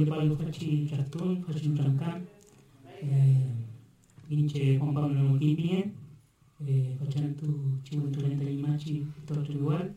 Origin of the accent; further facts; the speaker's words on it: San Juan de la Costa, Los Lagos, Chile; hoy día vengo acompañando a Imachi y también vengo de San Juan de la Costa, de Osorno.